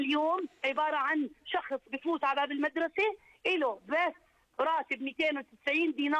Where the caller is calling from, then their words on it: Jordan; إحنا عايشين في ظل الرأي الهاشمية